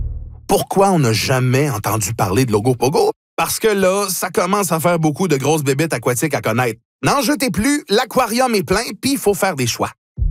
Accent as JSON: {"language": "French", "town": "Terrebonne", "region": "Quebec", "country": "Canada", "said": "Excusez pour la prononciation, là, je viens de Terrebonne."}